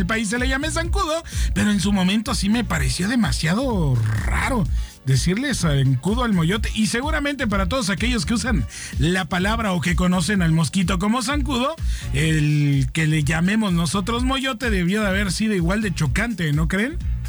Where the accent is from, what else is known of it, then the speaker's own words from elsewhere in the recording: Orizaba, Veracruz, Mexico; Te recomiendo mi tierra, Orizaba, Veracruz.